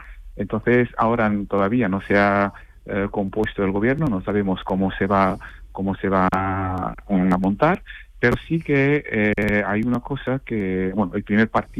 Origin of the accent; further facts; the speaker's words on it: Morocco; now in Spain; los que pagamos somos los marroquíes que estamos aquí